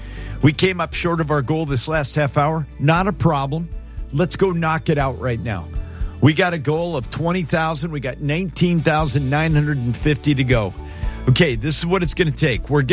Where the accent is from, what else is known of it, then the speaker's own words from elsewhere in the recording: Homer, Alaska, United States; born there; Lucinda, I was born in Homer, Alaska.